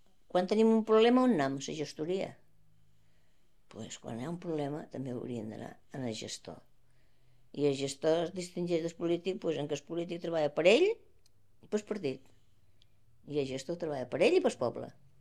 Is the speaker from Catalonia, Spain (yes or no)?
no; Balearic Islands, Spain; born there